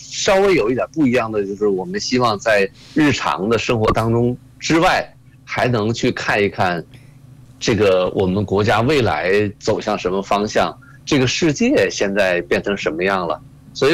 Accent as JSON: {"language": "Chinese", "country": "China", "said": "我们中国人"}